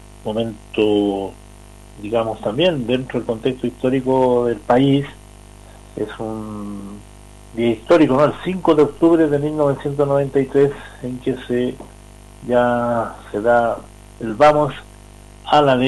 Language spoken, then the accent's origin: Spanish; Arica y Parinacota, Chile; lo que somos como región de Arica y Parinacota